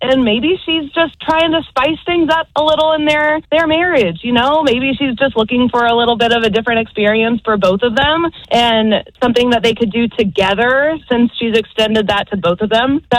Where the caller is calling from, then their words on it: Enid, Oklahoma, United States; from Enid.